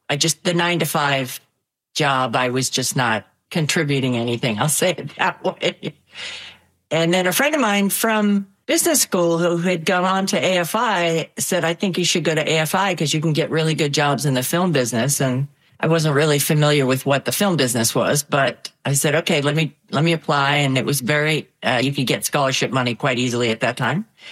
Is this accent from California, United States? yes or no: no; Massachusetts, United States; I was an art major undergrad at Pomona College in Los Angeles, though I grew up in Massachusetts.